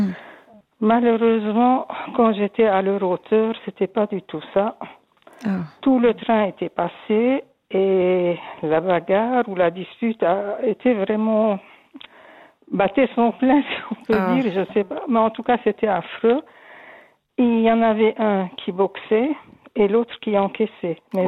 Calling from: Switzerland; je vous appelle de la Broye.

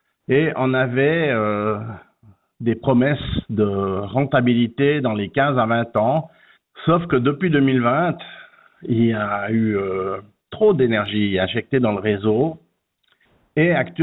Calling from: Saint-Gingolph, Valais, Switzerland; j'habite à Saint-Gingolph, Suisse.

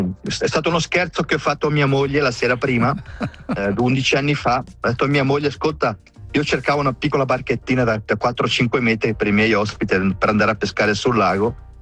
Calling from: Le Prese, Graubünden, Switzerland; io sono di Le Prese

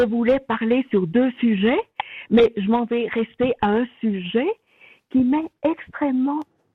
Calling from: Vaud, Switzerland; Entre Lausanne et Nyon.

